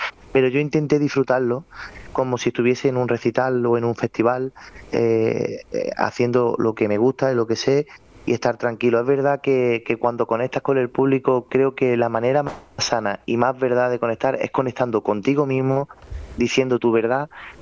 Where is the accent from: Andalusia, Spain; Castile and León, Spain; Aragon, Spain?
Andalusia, Spain; Córdoba; vengo de Córdoba, soy de una familia muy reconocida dentro del flamenco en Córdoba, como es